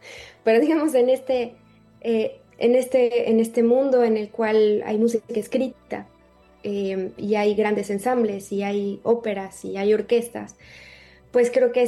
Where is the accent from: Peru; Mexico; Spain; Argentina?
Mexico; moved away as an adult; yo siento que como artista, ok, me tuve que salir de México para buscar a realizar un posgrado